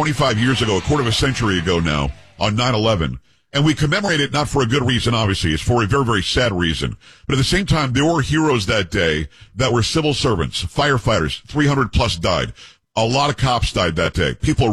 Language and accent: English; Amityville, New York, United States; You know, I'm from Copeg. I'm from Amityville, is my hometown, but Copeg on the island is where I'm from.